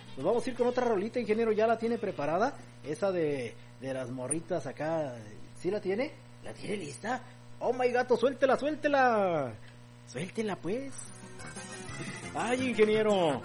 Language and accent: Spanish; San Luis Río Colorado, Sonora, Mexico; moved away; soy ranchero. Allá en los cerros, dijo que, allá en los desiertos de Sonora, allá en San Luis Río Colorado, donde dejé, pues, mucho más que el ombligo